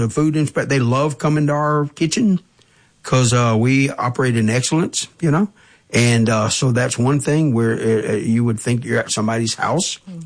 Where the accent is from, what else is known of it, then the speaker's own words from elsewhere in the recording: Sunset Acres, Louisiana, United States; You know, I was born and raised. I was raised in Sunset Acres